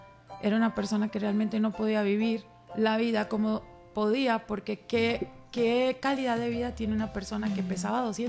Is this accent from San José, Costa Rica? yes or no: no; Alajuela, Costa Rica; soy de Alajuela.